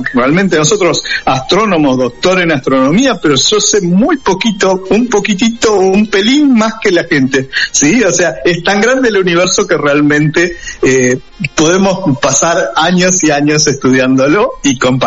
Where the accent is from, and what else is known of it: Argentina